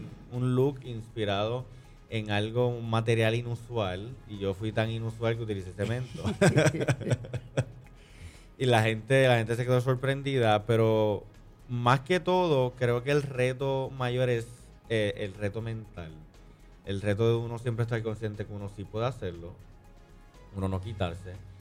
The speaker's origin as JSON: {"language": "Spanish", "town": "Fajardo", "country": "Puerto Rico", "tie": "born or raised there", "said": "yo nunca olvido de dónde vengo. Soy producto de Fajardo, soy producto de una escuela vocacional."}